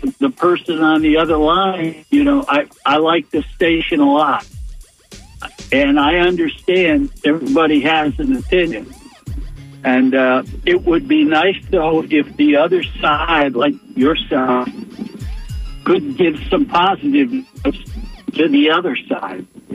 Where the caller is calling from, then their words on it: Wesley Chapel, Florida, United States